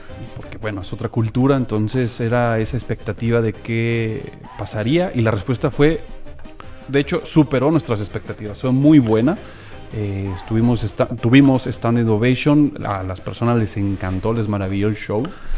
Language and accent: Spanish; Guadalajara, Jalisco, Mexico; Y orgullosamente tapatío